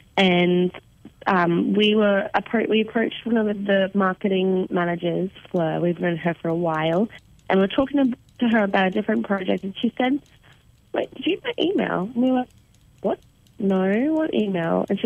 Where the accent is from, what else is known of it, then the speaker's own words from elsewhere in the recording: Cairns, Queensland, Australia; Well, we're from Cairns, and it's so funny. A lot of our family still live up there.